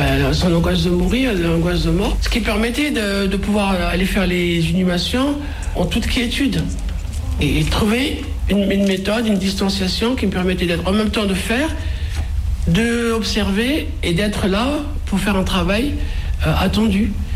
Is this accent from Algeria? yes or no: yes; Skikda, Skikda Province, Algeria; born there; Je suis né en Algérie, à Skikda, en 1963, ex-Philippeville.